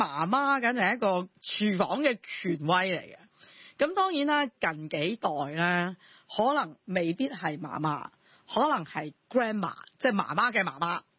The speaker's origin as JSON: {"language": "Cantonese", "region": "Guangdong", "country": "China", "said": "即系我哋广东人最多就话炖汤啊。"}